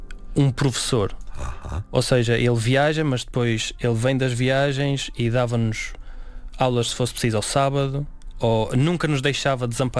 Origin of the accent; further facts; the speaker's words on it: Celorico da Beira, Guarda, Portugal; E eu sou de Solurico da Beira, é uma vila pequeníssima, então isso é onde eu me sinto confortável, na tranquilidade, na natureza.